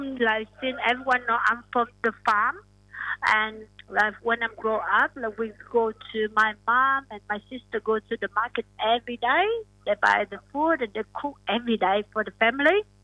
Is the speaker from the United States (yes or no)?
no; Vietnam; English is a second language; moved away as an adult; now in Australia; Yeah, I'm from Vietnam, so I've been here 2011 with overseas students. And I'm studying accounting, the master's degree in Griffith University.